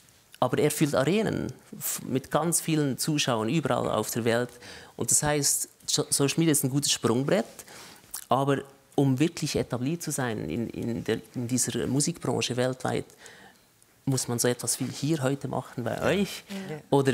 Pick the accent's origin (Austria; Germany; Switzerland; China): Switzerland; Da wurde ich über Nacht bekannt als